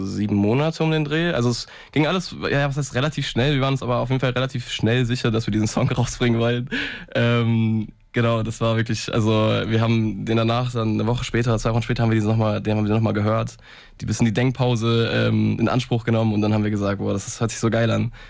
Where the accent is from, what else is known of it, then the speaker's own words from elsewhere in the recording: Paderborn, North Rhine-Westphalia, Germany; ich bin 23. Ich komme aus Paderborn